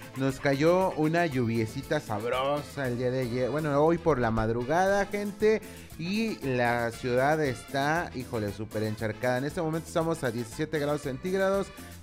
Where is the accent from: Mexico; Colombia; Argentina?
Mexico; Jacona, Michoacán; Entonces, ahorita, por ejemplo, de donde vengo, allá en Jaconac.